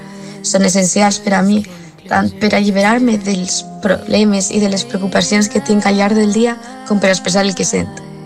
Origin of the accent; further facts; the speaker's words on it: Burjassot, Valencian Community, Spain; de Burjassot. Tinc 16 anys